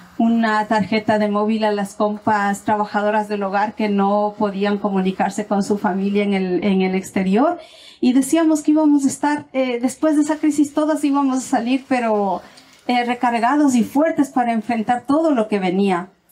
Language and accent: Spanish; Ecuador; moved away; soy migrante, soy una mujer migrada, soy ecuatoriana